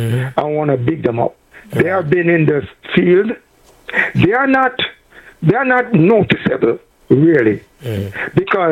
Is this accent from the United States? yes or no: no; Jamaica